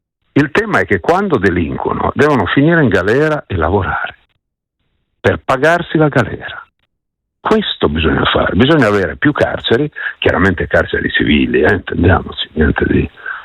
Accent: Turin, Piedmont, Italy; born there; pensi che il quartiere dove sono nato, Borgo Vittoria a Torino

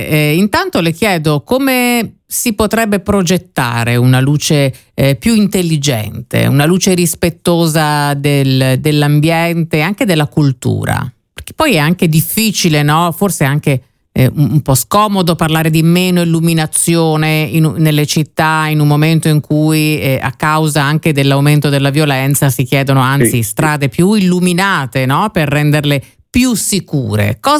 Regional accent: Trentino-Alto Adige, Italy; l'Alto Adige è la mia terra

